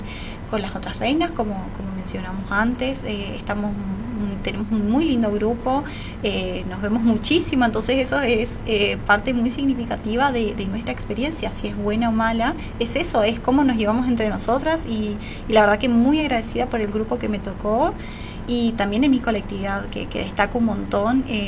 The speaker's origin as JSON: {"language": "Spanish", "town": "Leandro N. Alem", "region": "Misiones", "country": "Argentina", "tie": "born or raised there", "said": "Nací y vivo actualmente en Leandro en Alem, Misiones, a muy cerquitos kilómetros de acá, de la ciudad de Oberá. Tengo 25 años"}